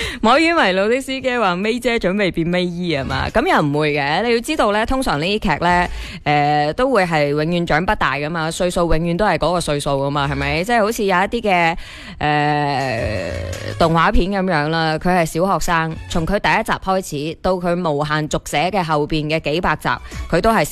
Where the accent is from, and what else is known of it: Foshan, Guangdong, China